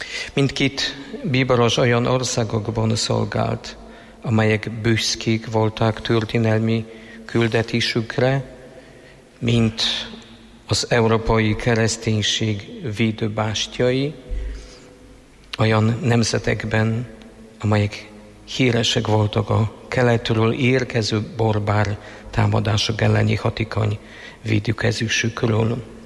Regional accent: Poland; now in Hungary; lengyel vagyok, bevallom, vagy már most félig magyar

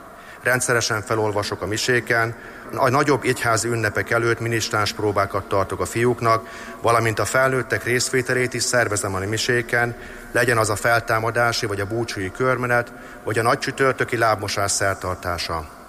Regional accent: Tiszaörs, Jász-Nagykun-Szolnok, Hungary; Római katolikus, vallásos családban születtem és nőttem föl Tiszaörsön.

